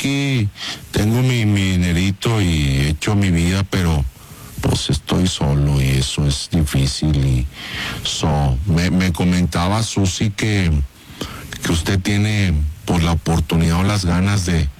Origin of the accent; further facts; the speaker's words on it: San Luis Potosí, Mexico; now in Wichita, United States; Ya desde hace más 35 años, ¿verdad? Que vine acá para el jale, yo soy San Luis Potosí.